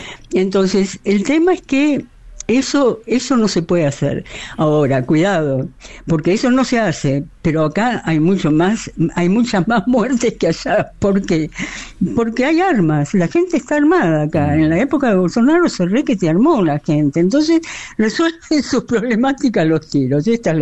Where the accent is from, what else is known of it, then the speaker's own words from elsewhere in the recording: Buenos Aires, Argentina; now in Brazil; yo soy porteña de Buenos Aires